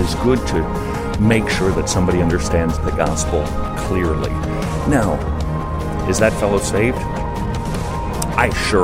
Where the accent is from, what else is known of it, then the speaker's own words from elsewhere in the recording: Minnesota, United States; I'm from Minnesota.